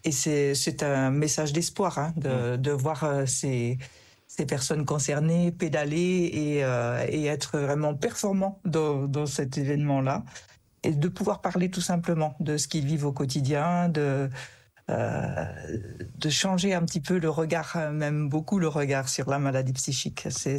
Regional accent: Tours, Centre-Val de Loire, France; Donc, nous, on est de Tours et on a donc décidé de faire un départ déporté depuis Reims.

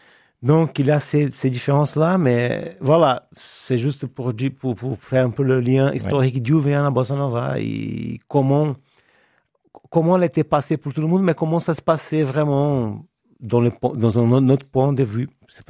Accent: Brazil; French is a second language; moved away as an adult; now in Fontaine, France; je commençais plutôt avec la musique brésilienne, parce que je suis brésilien.

